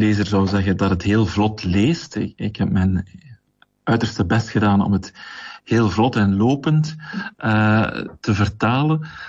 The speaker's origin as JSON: {"language": "Dutch", "town": "Kortrijk", "region": "Flanders", "country": "Belgium", "said": "Heel kort … ik ben afkomstig uit Kortrijk, gehuwd, vader van 3 bijna volwassen zonen"}